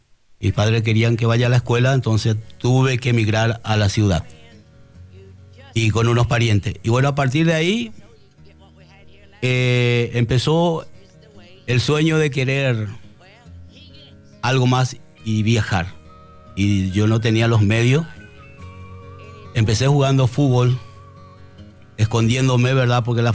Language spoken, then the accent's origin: Spanish; Quiquió, Paraguarí, Paraguay; Yo soy de Quiquío.